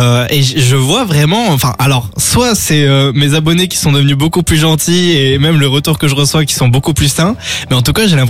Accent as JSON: {"language": "French", "town": "Toulouse", "region": "Occitanie", "country": "France", "said": "Enfin, je viens de Toulouse."}